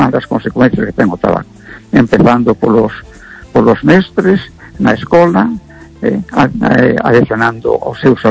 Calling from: A Coruña, Galicia, Spain; de Coruña.

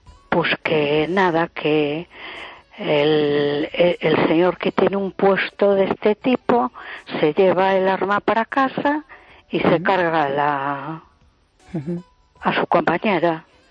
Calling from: A Coruña, Galicia, Spain; de Coruña.

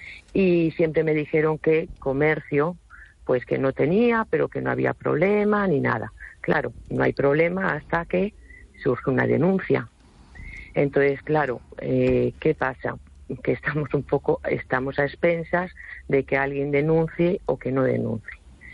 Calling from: A Coruña, Galicia, Spain; soy la propietaria del Rincón Verde de La Coruña

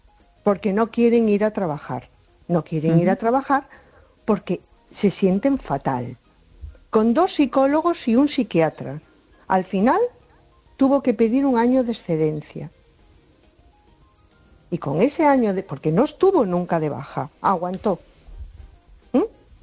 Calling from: A Coruña, Galicia, Spain; Hola, buenas noches. … de Coruña.

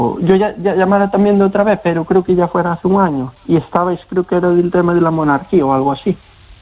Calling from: Santiago de Compostela, Galicia, Spain; Desde Compostela, desde Santiago.

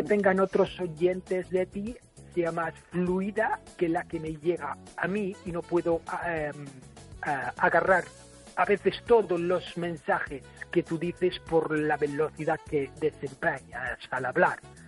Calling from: Ireland; Spanish is a second language; Yo soy irlandés y te prometo que cuando hablo en inglés hablo bastante más rápido que cuando hablo en español, porque obviamente mi español no es tan fluido como mi inglés.

